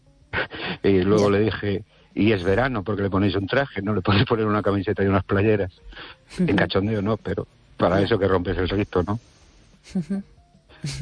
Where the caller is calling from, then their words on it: Ourense, Galicia, Spain; de Orense.